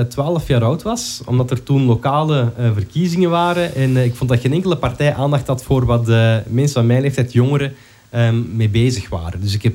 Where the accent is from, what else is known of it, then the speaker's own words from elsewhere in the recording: Schilde, Flanders, Belgium; now in Antwerp, Belgium; Ik woon nu in Antwerpen, maar ik ben opgegroeid in Schilde.